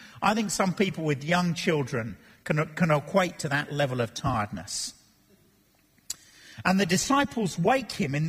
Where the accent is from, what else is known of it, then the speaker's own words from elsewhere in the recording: England, United Kingdom; I'm English